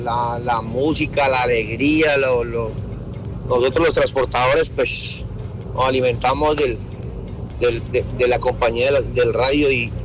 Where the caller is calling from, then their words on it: Montería, Córdoba, Colombia; Reportando sintonía por acá desde Montería, Córdoba